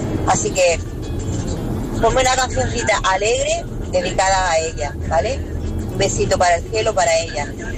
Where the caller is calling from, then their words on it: Almería, Andalusia, Spain; de Almería.